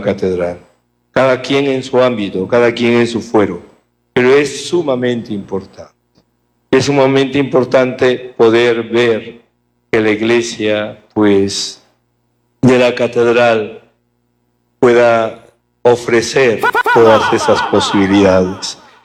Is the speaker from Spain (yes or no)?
no; northern Peru, Peru; now in Tacna, Peru; Ustedes saben que soy norteño